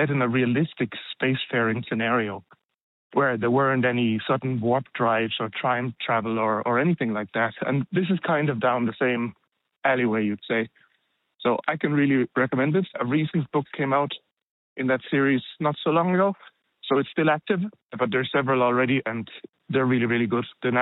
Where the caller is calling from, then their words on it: Ireland; I'm calling from Ireland.